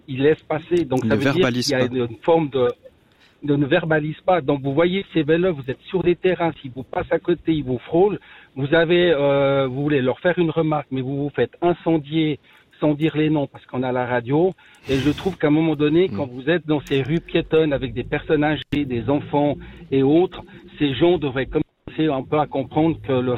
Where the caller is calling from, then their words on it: Lausanne, Vaud, Switzerland; Oui, j'écoute votre émission avec une grande attention. Je suis de Lausanne.